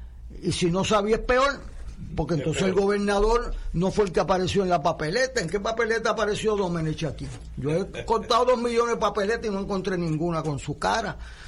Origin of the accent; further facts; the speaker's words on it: Puerto Rico; Eso a mí me duele como puertorriqueño profundamente